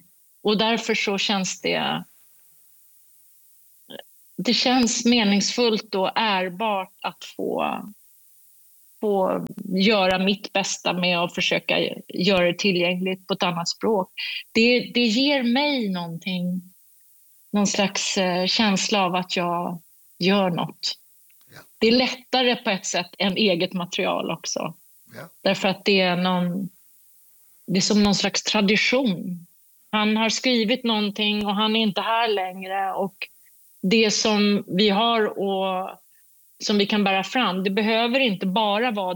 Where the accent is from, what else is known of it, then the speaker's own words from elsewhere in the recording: Sweden; och han är från Kanada och jag är från Sverige